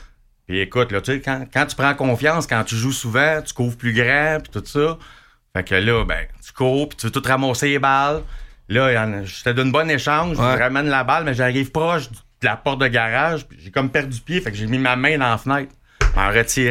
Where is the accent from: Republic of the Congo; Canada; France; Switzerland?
Canada; Pointe-aux-Trembles, Quebec; C'est Pointe-aux-Trembles, c'est mon secteur.